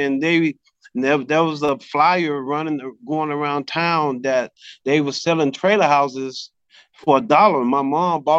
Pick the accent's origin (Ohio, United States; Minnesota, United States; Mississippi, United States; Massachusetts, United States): Mississippi, United States; Johnstown; I'm from Johnstown, Mississippi, a population of 1,000 people. Johnstown is approximately an hour south of Memphis, Tennessee.